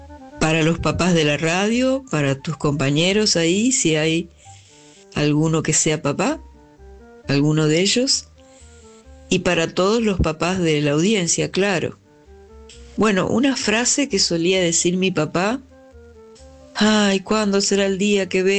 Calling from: Santa Fe, Argentina; Hola, Oscar Choy, buenas noches. … de Santa Fe.

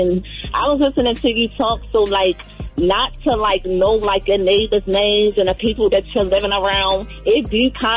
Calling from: Baltimore, Maryland, United States; I'm calling from Baltimore.

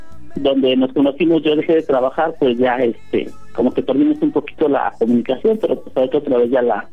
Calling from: Toluca, State of Mexico, Mexico

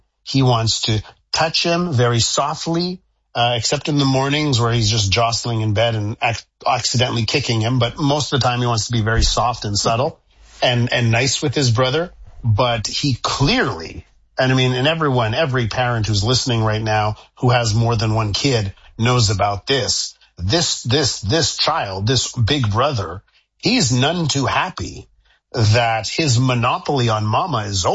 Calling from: Quebec, Canada; Listen, you know, in Quebec, I come to you from Soviet Quebecistan, as you know.

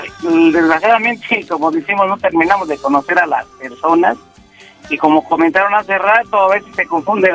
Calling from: Mexico; De aquí, de la Sector Popular.

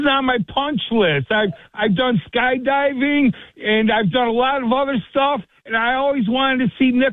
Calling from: Orchard Park, New York, United States

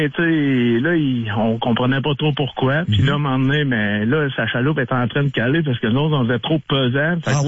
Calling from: Victoriaville, Quebec, Canada; il y a un petit lac là pour l'un de chez nous à Victo

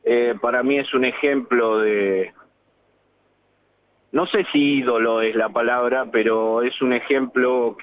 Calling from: Buenos Aires, Argentina; Yo soy de Buenos Aires, pero paseo por todo el país.

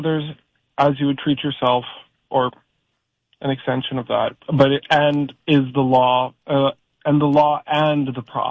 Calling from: New York, United States; I'm from New York.

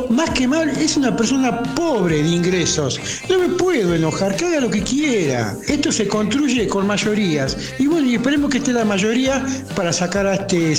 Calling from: González Catán, Buenos Aires Province, Argentina; el pana de Catán

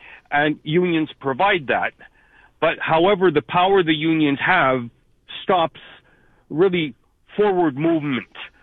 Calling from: Quebec, Canada

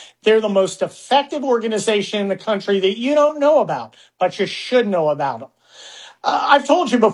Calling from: Texas, United States; I've been saying, I'm doing it from Texas. And what am I seeing out here in Texas?

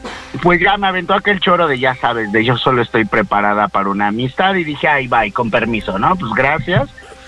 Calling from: Mexico

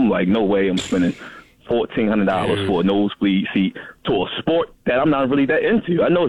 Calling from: Baltimore, Maryland, United States; I'm from Baltimore

